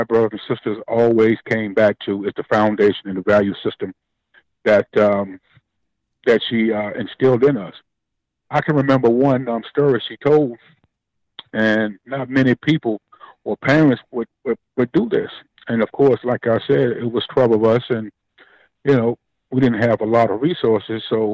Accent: Aiken, South Carolina, United States; moved away; I grew up in Aiken, South Carolina, a little small city next to Augusta, Georgia.

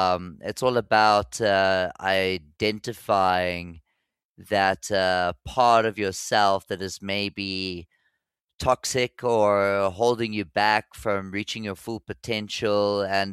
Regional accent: Zimbabwe; now in South Africa; because when I moved here from Zimbabwe, in my neighborhood, I can confidently say I was the best guitarist.

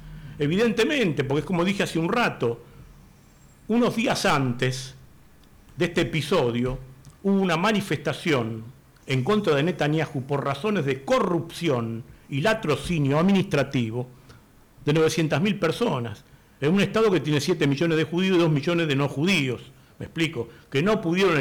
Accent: Argentina; now in Buenos Aires, Argentina

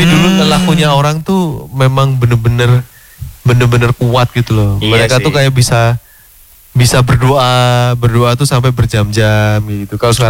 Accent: Yogyakarta, Special Region of Yogyakarta, Indonesia; Sebagai warga Yogyakarta, maksudnya pernikahan itu.

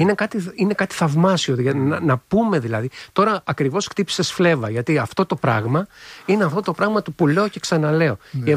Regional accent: Greece; moved away; also born or lived in China; σαν Έλληνας έχω κάτι να δώσω

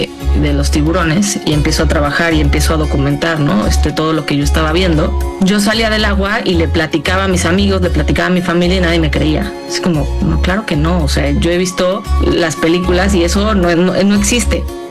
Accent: Cancún, Quintana Roo, Mexico; now in Playa del Carmen, Mexico; Yo soy de Cancún, pero por el tema de los tiburones toro, decidí moverme ya a tiempo completo a playa, hace ya poco más de 10 años, entonces sí.

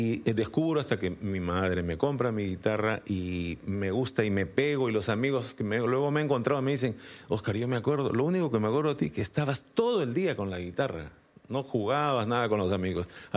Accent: Lima, Peru; also born or lived in Chaclacayo; En el colegio donde estudiaba, en Ate Vitarte. Yo nací en Chaclacayo, pero luego mis padres se mudaron a Ate

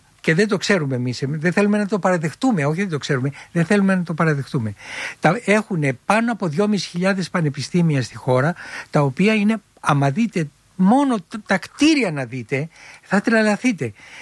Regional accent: Filothei, Attica, Greece; Εγώ γεννήθηκα στη Φιλοθέη. Γέννημα θρέμα. Γέννημα θρέμα, Φιλοθέη.

